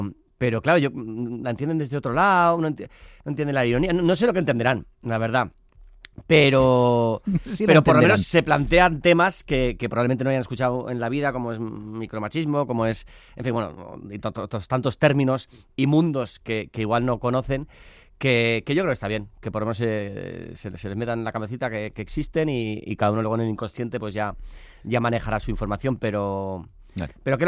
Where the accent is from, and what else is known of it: San Sebastián, Basque Country, Spain